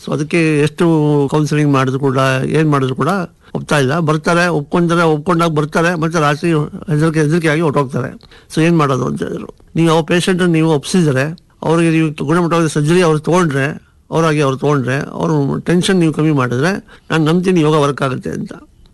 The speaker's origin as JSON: {"language": "Kannada", "town": "Bengaluru", "region": "Karnataka", "country": "India", "said": "ಮೂಲತಃ ನಾನು ಬೆಂಗಳೂರವನು."}